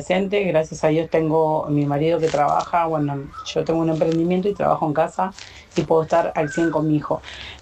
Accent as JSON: {"language": "Spanish", "town": "González Catán", "region": "Buenos Aires Province", "country": "Argentina"}